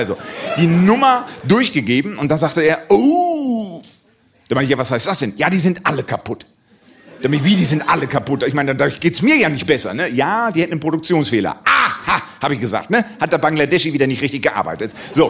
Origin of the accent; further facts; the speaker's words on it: Germany; für mich als Deutscher